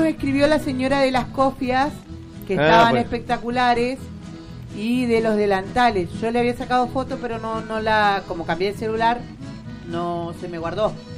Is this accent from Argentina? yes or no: yes; Argentina; O sea, mañana somos todos argentinos con argentinos.